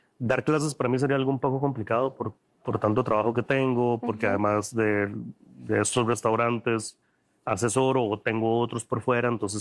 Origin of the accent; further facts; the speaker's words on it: Costa Rica; retroalimentación como nosotros, para nosotros como costarricenses, y un poco también de inquietud de conocer qué es cocina costarricense.